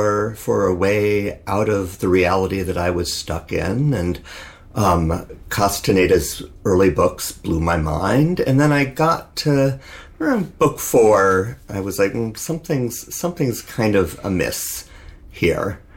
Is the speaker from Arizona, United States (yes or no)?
yes; Phoenix, Arizona, United States; I grew up in Phoenix, Arizona